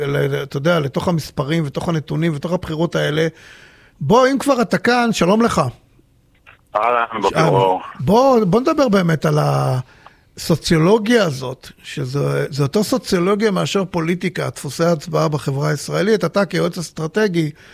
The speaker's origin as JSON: {"language": "Hebrew", "town": "Tel Aviv", "region": "Tel Aviv District", "country": "Israel", "tie": "born or raised there", "said": "איפה גרתי בצפון תל אביב, וגדלתי בדרום תל אביב"}